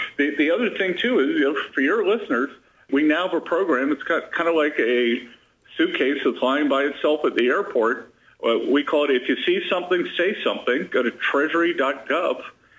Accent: Little River, South Carolina, United States; moved away; also born or lived in Conway, South Carolina; Conway was a big city. I was born in Conway. I grew up on Little River. So, you know, Conway is a gateway to Myrtle Beach.

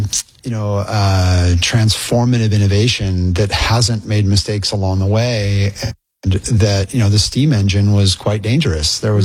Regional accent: Indiana, United States; Look, I'm a skateboarder from Indiana.

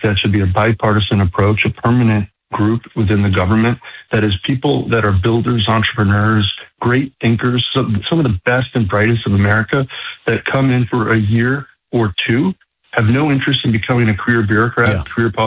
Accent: New York, United States; now in Houston, United States

